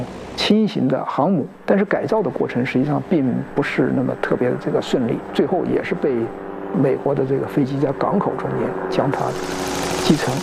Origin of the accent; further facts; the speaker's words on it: China; 对于我们中国人来讲的话呢，必须要牢记一点